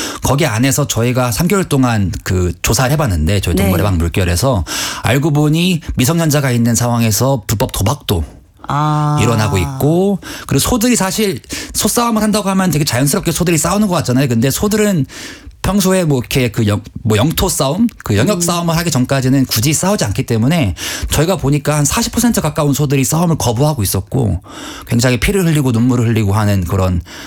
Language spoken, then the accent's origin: Korean; Gangwon, South Korea; 저도 사실 강원도 사람이라 청도에서 소싸움이 있는지도 몰랐고